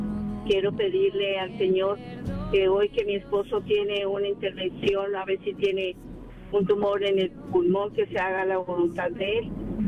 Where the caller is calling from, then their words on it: Riverside, California, United States; tu compatriota. Te llamo de Riverside.